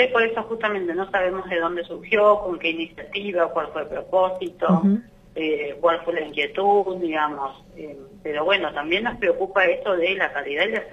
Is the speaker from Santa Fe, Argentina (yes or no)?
no; Puerto Madryn, Chubut, Argentina; Yo soy de Madrid